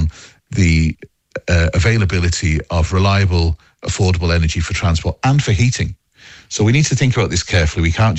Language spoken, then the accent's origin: English; Munster, Ireland; despite my funny accent, North Cork is home to me, John.